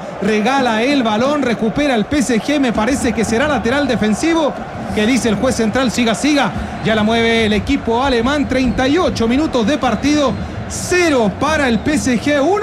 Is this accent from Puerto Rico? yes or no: no; Chile; Atentos a los chilenos, siempre las buenas vibras, porque somos chilenos de corazón.